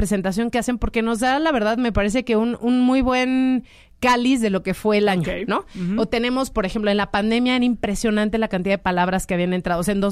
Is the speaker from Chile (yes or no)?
no; Mexico; no es porque yo sea mexicana, obviamente me da mucho orgullo ser mexicana, pero... las personas que somos de México somos el grupo de hispanohablantes más grande que hay.